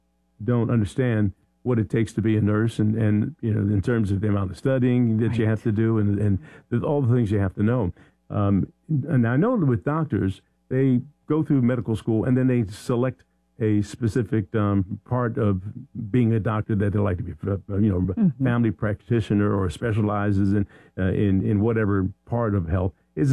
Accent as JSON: {"language": "English", "town": "Philadelphia", "region": "Pennsylvania", "country": "United States", "said": "because I'm from Philadelphia."}